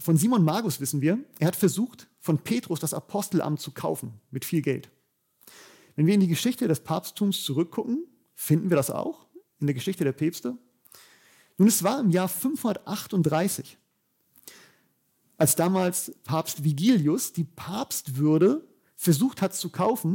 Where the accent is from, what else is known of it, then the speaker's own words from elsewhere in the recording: Bavaria, Germany; In dem Dorf, wo ich gerade wohne, ich komme aus Bayern, da sind immer diese Prozessionen